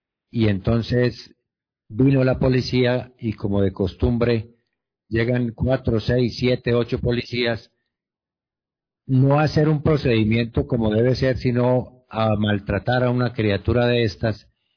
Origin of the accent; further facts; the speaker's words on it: Rionegro, Antioquia, Colombia; en mi pueblo, en la ciudad de Río Blanco, Antioquia.